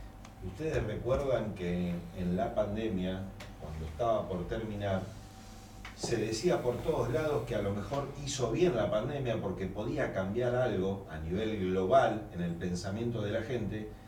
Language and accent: Spanish; Argentina; somos todos argentinos